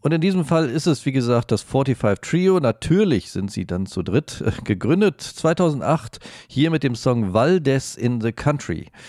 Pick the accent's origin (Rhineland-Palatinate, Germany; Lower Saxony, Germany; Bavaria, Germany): Lower Saxony, Germany; Hanover; Aber wir bleiben noch kurz bei diesem umtriebigen Agogo Records Label aus meiner Heimat Hannover.